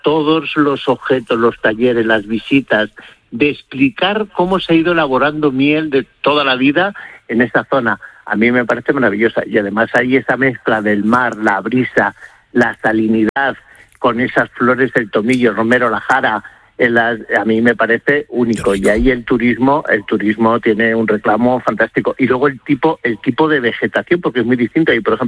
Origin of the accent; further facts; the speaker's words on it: Castile and León, Spain; ella era de origen austriaco y él era de cerca de mi pueblo, era de Piedrahíta, de al lado